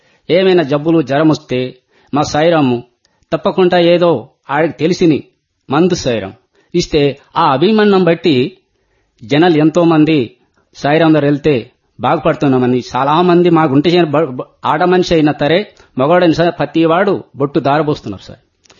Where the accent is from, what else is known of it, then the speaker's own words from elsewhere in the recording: Andhra Pradesh, India; మా ఊరు లయగండ. లయగండ.